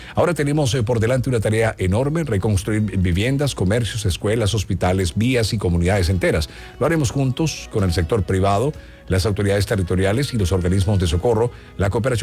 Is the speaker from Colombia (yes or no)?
yes; Colombia; Los colombianos somos gente buena. Somos gente chévere.